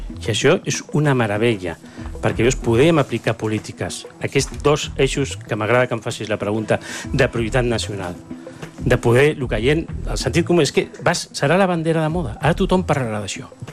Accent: Catalonia, Spain; perquè jo soc català, dono una miqueta d'envejeta.

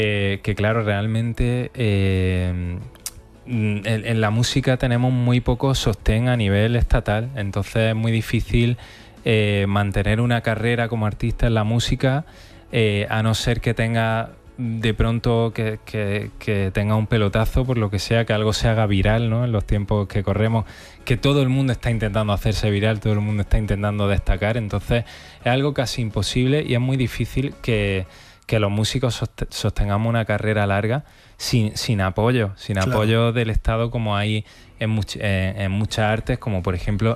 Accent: Almería, Andalusia, Spain; also born or lived in Granada; Yo soy medio almeriense granaíno, y la familia de mi padre vive en Almería.

